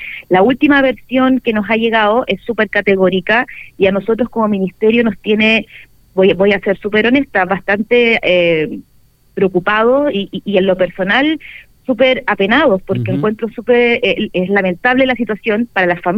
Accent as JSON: {"language": "Spanish", "region": "Valparaíso", "country": "Chile", "said": "Yo soy porteña, así que de Chile escucho la Carnaval."}